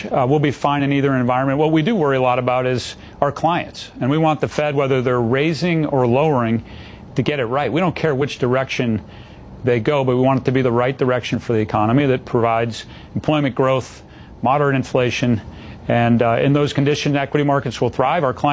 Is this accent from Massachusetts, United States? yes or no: yes; Boston, Massachusetts, United States; I grew up in the Boston, Massachusetts area.